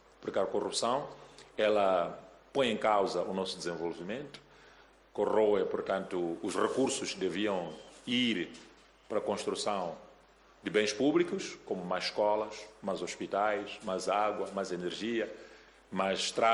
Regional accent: Mozambique; é o que nós todos pretendemos como moçambicanos

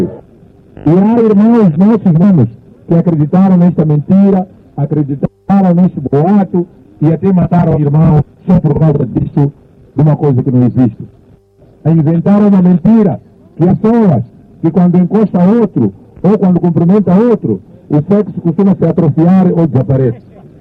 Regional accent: Mozambique; Por isso, nós, como moçambicanos, para que haja paz, temos que fazer três coisas principais.

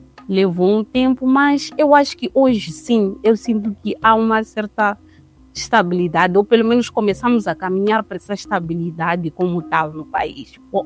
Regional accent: Mozambique; now in France; Então, é interessante ser mulher e ser moçambicana a viver na França por causa disso.

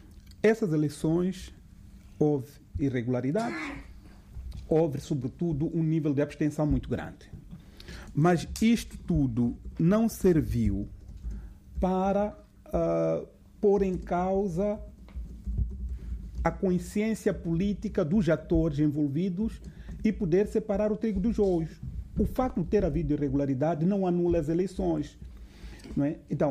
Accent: Mozambique; nós, como moçambicanos

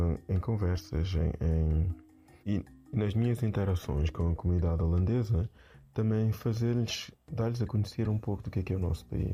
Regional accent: Mozambique; moved away; Ser moçambicano é uma coisa que acho difícil de descrever. É algo que se vive, que se sente. Então, e ser principalmente ser moçambicano na diáspora, é sentir aquela vontade de est

